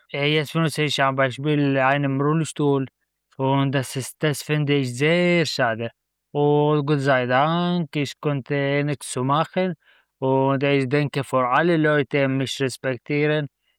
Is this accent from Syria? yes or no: yes; Syria; German is a second language; moved away; ich komme aus Syrien. Ich bin 25 Jahre alt.